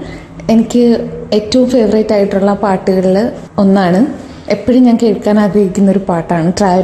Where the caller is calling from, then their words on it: Kazhakoottam, Kerala, India; ഞാൻ കഴക്കൂട്ടത്തു നിന്നാണ്.